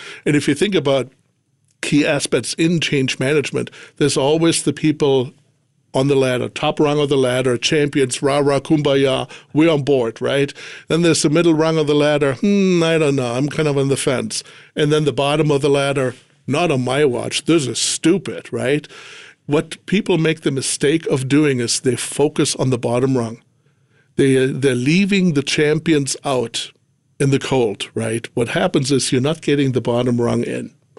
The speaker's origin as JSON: {"language": "English", "country": "Germany", "tie": "born or raised there", "accent": "West Texas", "said": "you probably hear that from my West Texas accent. I didn't grow up over here. I grew up in Germany. I lived there for 20 years."}